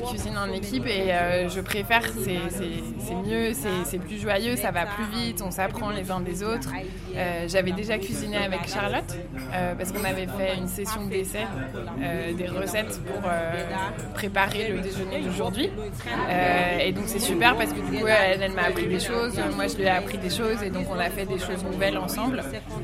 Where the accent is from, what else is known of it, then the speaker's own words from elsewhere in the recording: Nigeria; French is a second language; moved away as an adult; also born or lived in Italy; now in Marseille, France; J'ai cuisiné pendant très longtemps au Nigeria avec ma mère pendant 7 ans dans un restaurant.